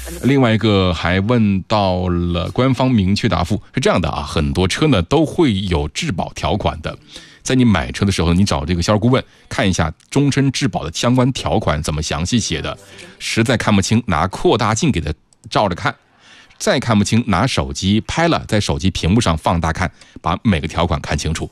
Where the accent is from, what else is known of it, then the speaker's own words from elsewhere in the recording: Inner Mongolia, China; now in Yichang, China; 主播我是内蒙人儿